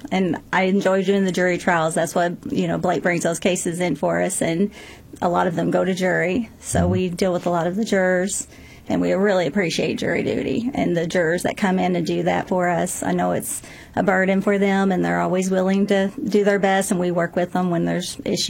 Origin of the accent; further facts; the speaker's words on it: Santa Paula, California, United States; moved away; I am. I moved here in 89 from California.